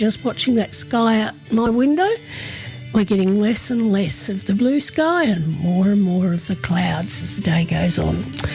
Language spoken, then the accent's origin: English; Horsham, Victoria, Australia; coming to you from my hometown of Horsham in Western Victoria.